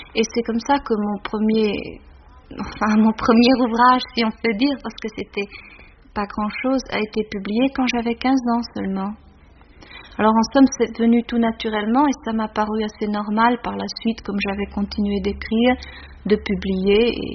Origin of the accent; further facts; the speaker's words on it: Flanders, Belgium; Oui, je suis flamande. Mes parents sont flamands.